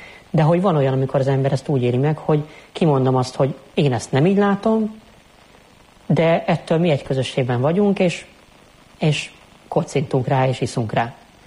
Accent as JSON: {"language": "Hungarian", "region": "Budapest", "country": "Hungary", "also_born_or_lived": "Szeged", "moved": "as an adult", "said": "én budapesti vagyok, nem mindig éltem Budapesten, mert Szegeden voltam elég hosszan, a szeretes éveim alatt, de azért régebben vissza is kerültem."}